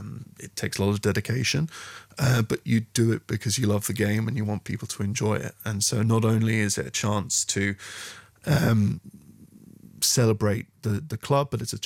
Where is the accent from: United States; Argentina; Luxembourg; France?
Luxembourg; moved away as an adult; also born or lived in United Kingdom; I grew up in Luxembourg, and when I went to university in the UK